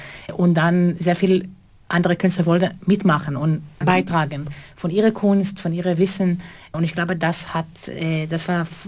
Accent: Israel; German is a second language; moved away as an adult; now in Europe; Ich bin ursprünglich in Israel geboren und gewachsen.

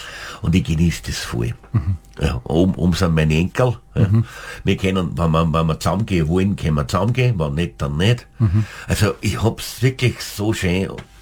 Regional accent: St. Pölten, Lower Austria, Austria; born or raised there

